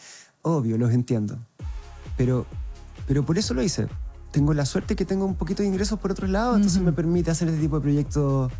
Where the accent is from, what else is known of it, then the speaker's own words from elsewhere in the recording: Curicó, Maule, Chile; donde contaba cuando me hacían bullying en el colegio cuando era chico en Curicó